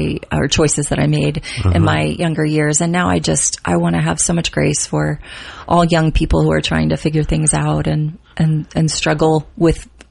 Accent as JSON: {"language": "English", "town": "Miami", "region": "Florida", "country": "United States", "tie": "born or raised there", "moved": "yes", "said": "I grew up in Miami, I took Spanish from like kindergarten on. And because I was in Miami, I can cuss really well in Spanish"}